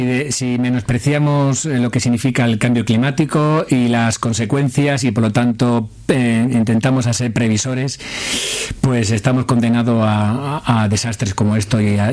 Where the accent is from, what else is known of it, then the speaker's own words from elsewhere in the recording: Extremadura, Spain; las eras de mi pueblo extremeño